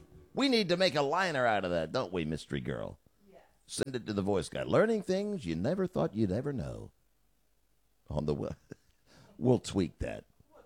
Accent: Atlanta, Georgia, United States; because he was from Georgia and I was from Atlanta, that it was a great thing, right?

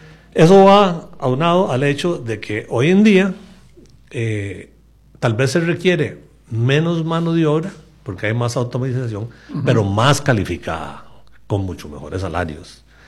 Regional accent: Costa Rica; ¿En qué estamos nosotros los costarricenses?

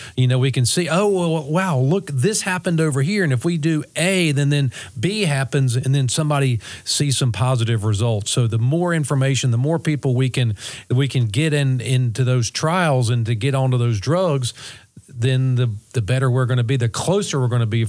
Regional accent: North Carolina, United States; I grew up

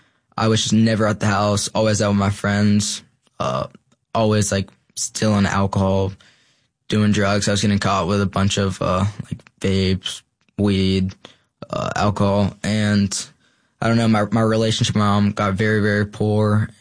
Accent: North Carolina, United States; I'm a 16-year-old male. I'm from North Carolina.

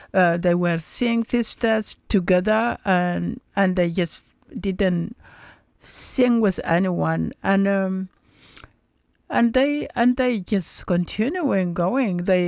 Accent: Sudan

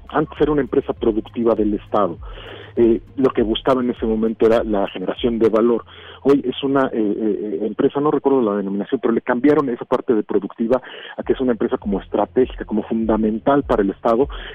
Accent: Mexico

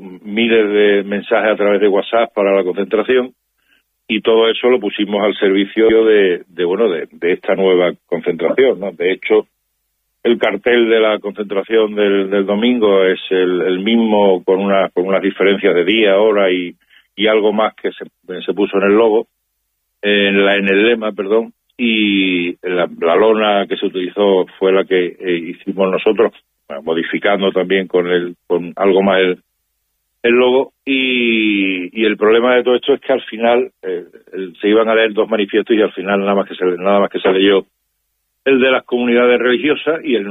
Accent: Spain; nuestros derechos como ciudadanos españoles y europeos que somos, aunque estemos viviendo en África, pero somos europeos de pleno derecho

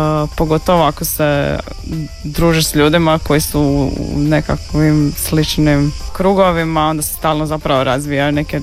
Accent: Zadar, Zadar County, Croatia; Odrasla sam u Zadru i nisam baš imala priliku sad prečesto ići na neke izložbe van Zadra.

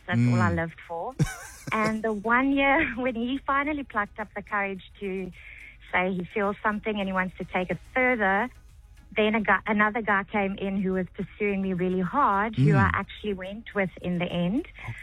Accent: Eastern Cape, South Africa; now in Bellville, South Africa; growing up in our small town, we're from Richmond's River Mouth in the Eastern Cape.

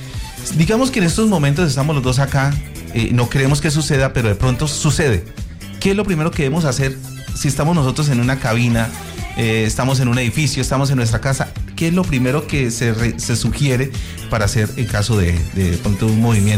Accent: Bucaramanga, Santander, Colombia; moved away; yo soy de Santander, de Bucaramanga

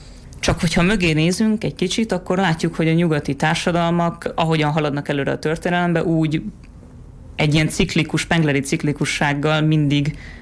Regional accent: Hungary; de mégiscsak magyarok vagyunk. Nekem ez az alapvető gondolkodásom, egy szabad és erős Magyarország.

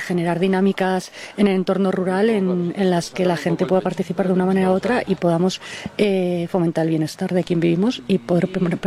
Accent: Pamplona, Navarre, Spain; now in Villanueva, Spain; No, yo soy de Pamplona, pero vivo en Villanueva.

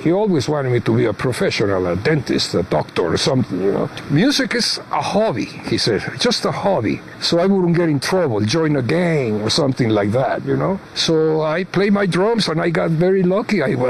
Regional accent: Mexico City, Mexico; moved away; Mexico City, yeah.

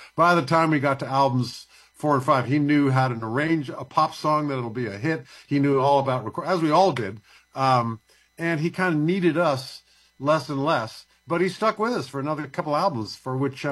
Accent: Beirut, Beirut Governorate, Lebanon; also born or lived in Virginia, United States / Cairo, Egypt; I was an American kid. I was born in Virginia. But my father, with his CIA job, had me growing up in Cairo and Lebanon, surrounded by Arabic music.

